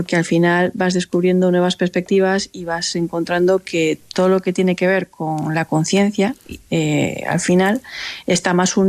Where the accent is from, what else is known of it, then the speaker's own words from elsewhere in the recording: Spain; por fin ve la tierra en mi país y ve la tierra en España.